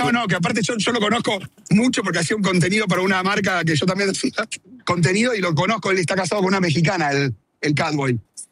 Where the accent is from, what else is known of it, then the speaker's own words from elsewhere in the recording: Argentina; Somos de Argentina.